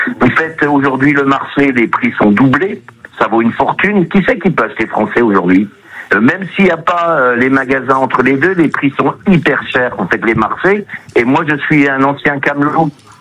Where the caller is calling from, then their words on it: France; Je vis en France